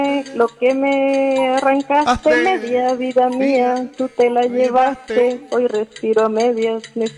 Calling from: Colombia; del barrio La Ceiba.

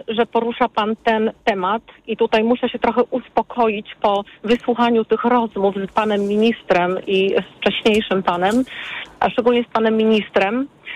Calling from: Warsaw, Masovian Voivodeship, Poland; jako osoba 50-kilkuletnia, mieszkająca w Warszawie

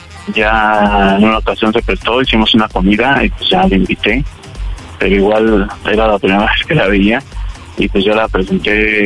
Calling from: Nezahualcóyotl, State of Mexico, Mexico; Tengo 38 años y soy de Ciudad Nezahualcóyotl.

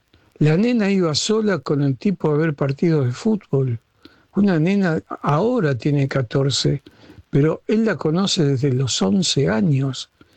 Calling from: Buenos Aires, Argentina; de Valvanera, Capital Federal.

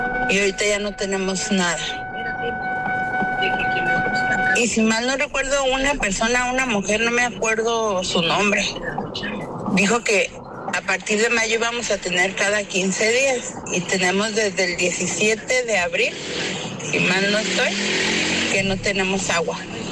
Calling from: Mexico; yo vivo en Miramar

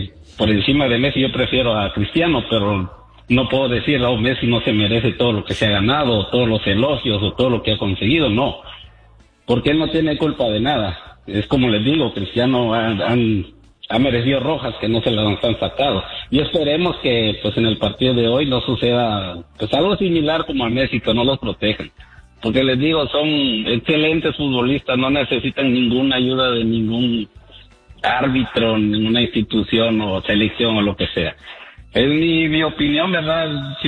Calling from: Dallas, Texas, United States; de Dallas, Texas.

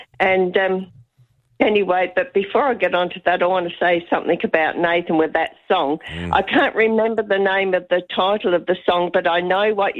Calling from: Birkenhead, South Australia, Australia; Tony, I'm ringing from Birkenhead, South Australia.

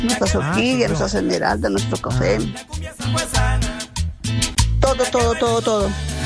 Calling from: Colombia; yo escucho Candela, solo éxitos, y me siento orgullosa de ser colombiana

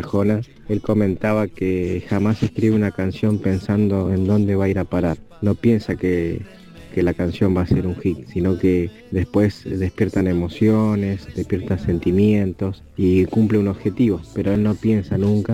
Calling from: Wilde, Buenos Aires Province, Argentina

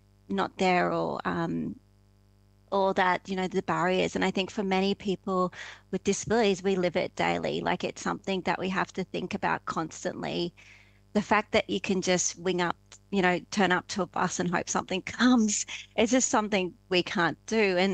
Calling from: Tasmania, Australia; And I'm coming from Lutawita, Tasmania. So like Jared, down here on the island below, you know, south of Australia.

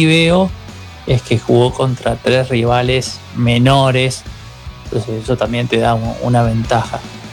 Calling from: San Isidro, Buenos Aires Province, Argentina; de San Isidro.

